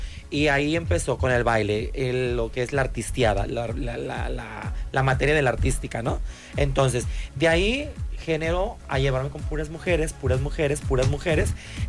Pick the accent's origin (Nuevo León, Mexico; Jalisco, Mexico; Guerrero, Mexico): Guerrero, Mexico; Acapulco; Soy de Acapulco, Guerrero, nacida en la ciudad de Acapulco, Guerrero, en 1978, tengo 48 años